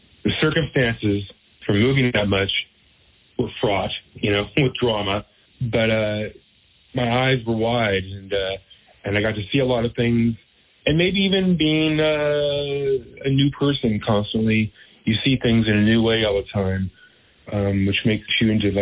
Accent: Yuba City, California, United States; And yes, the little towns. I grew up in Yuba City, on and off here and there.

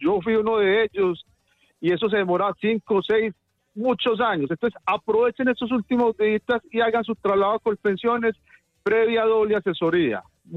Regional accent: Colombia

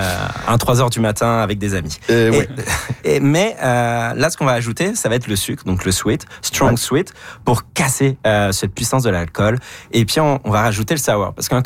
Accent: France

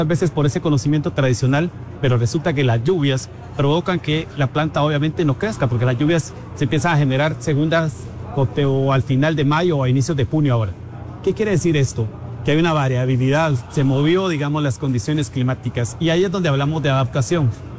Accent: San Agustín Acasaguastlán, El Progreso, Guatemala; Personalmente soy de San Agustín, Casahuastlán

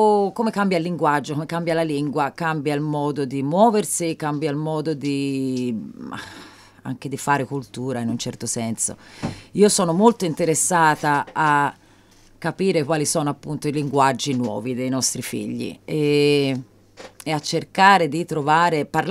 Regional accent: Florence, Tuscany, Italy; accent: Florentine; moved away as an adult; now in Australia; io che sono cresciuta a Firenze, sono fiorentina e parlo il fiorentino. Parlo anche i dialetti del Sud Italia, o quei due dialetti del Sud Italia.

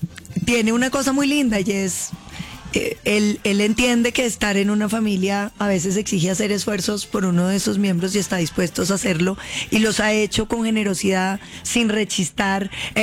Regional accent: Cauca, Colombia; mi tierra en el Cauca

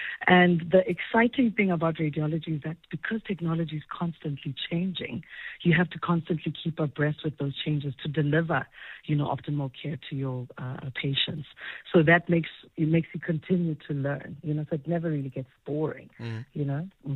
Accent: Mahikeng, North West, South Africa; growing up in Mafikeng, I was a very curious child

